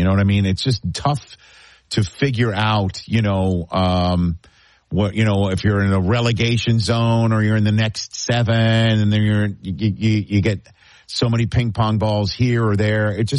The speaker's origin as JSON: {"language": "English", "region": "New York", "country": "United States", "said": "You know, I'm a New Yorker, Jeff."}